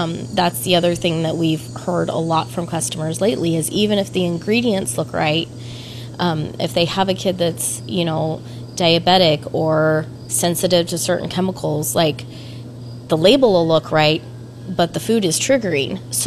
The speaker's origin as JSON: {"language": "English", "town": "Lincoln", "region": "Nebraska", "country": "United States", "moved": "as an adult", "lives_now": "rural Nebraska, United States", "said": "We actually moved out to the country from Lincoln. We're both from Lincoln. And we moved out here in 2014"}